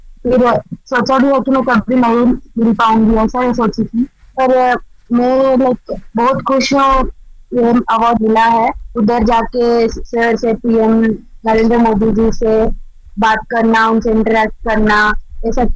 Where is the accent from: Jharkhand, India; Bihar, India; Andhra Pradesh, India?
Andhra Pradesh, India; Hindi is a second language; मैं आंध्र प्रदेश से हूँ